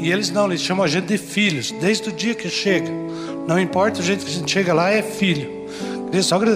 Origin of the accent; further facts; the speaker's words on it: São José dos Pinhais, Paraná, Brazil; sou de São José dos Pinhais.